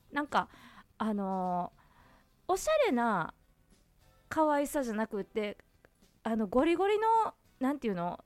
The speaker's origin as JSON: {"language": "Japanese", "region": "Kansai", "country": "Japan", "accent": "Kansai dialect", "said": "私が関西弁で聞くからかもしれんけど"}